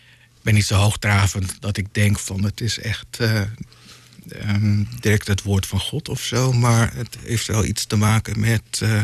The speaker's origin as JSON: {"language": "Dutch", "region": "Western Cape", "country": "South Africa", "tie": "born or raised there", "moved": "yes", "said": "Het is eigenlijk een herinnering aan mijn jeugd in Zuid-Afrika, aan Blauwbergstrand."}